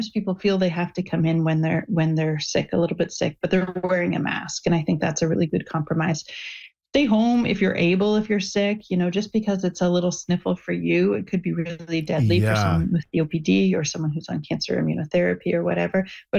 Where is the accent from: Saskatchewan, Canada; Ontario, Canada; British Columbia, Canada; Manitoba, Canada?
Ontario, Canada; Hamilton; When I grew up right near Mohawk College.